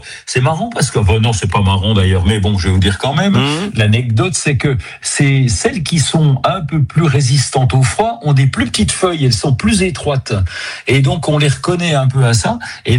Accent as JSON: {"language": "French", "region": "Grand Est", "country": "France", "said": "chez nous en Lorraine."}